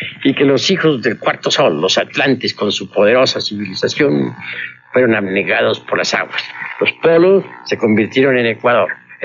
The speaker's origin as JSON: {"language": "Spanish", "country": "Mexico"}